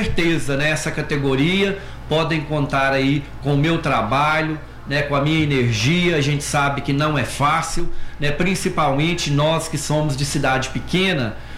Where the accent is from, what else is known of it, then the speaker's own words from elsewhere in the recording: Pompéu, Minas Gerais, Brazil; Eu sou aqui de Pompéu